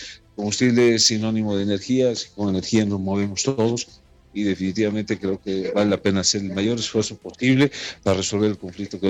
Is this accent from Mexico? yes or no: no; Bolivia